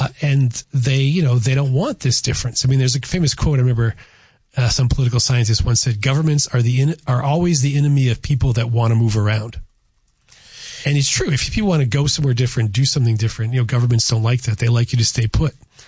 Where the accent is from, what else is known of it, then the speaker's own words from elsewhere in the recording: Chicopee, Massachusetts, United States; in my hometown in Chicopee, there's a very famous author, Edward Bellamy.